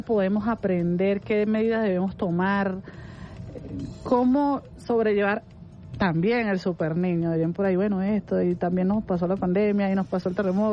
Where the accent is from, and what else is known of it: Venezuela